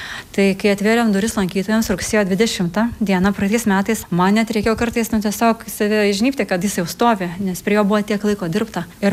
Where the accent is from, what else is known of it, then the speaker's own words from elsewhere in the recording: Samogitia, Lithuania; aš pati kilusi iš Žemaitijos.